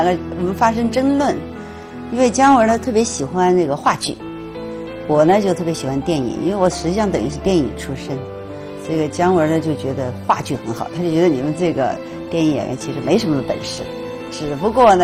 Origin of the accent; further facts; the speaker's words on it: Sichuan, China; 我们都是四川人